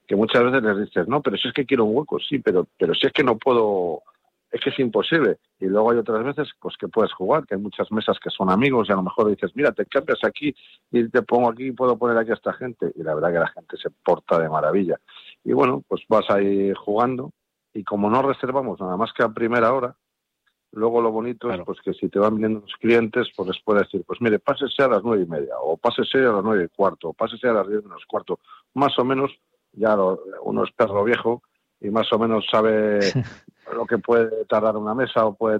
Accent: Valladolid, Castile and León, Spain; soy de Valladolid

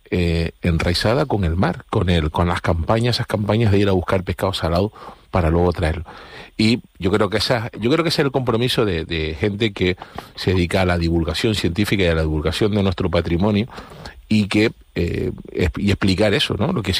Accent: Playa Santiago, Canary Islands, Spain; mi pueblo, Playa Santiago

